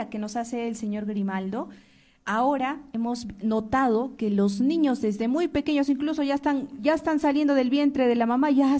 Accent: Arequipa, Peru; now in Cusco, Peru; muy contenta yo de poder ayudar a esta ciudad que me ha acogido. Como usted sabe, yo soy de Arequipa.

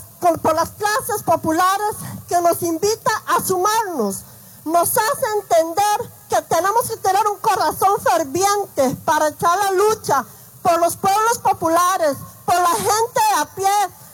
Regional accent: Costa Rica; no solo vengo como una costarricense, vengo como una líder, como una hermana costarricense centroamericana

